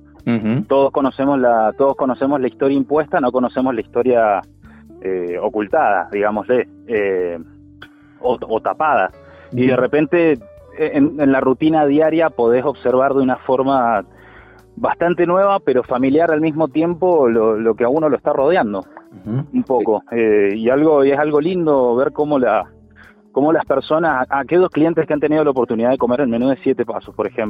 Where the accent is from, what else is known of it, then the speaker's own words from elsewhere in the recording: Mendoza, Argentina; como mendocino te digo